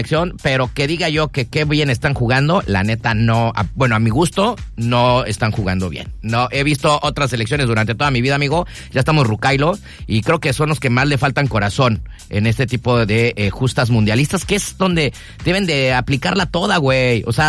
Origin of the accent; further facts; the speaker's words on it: Mexico; claro que soy mexicano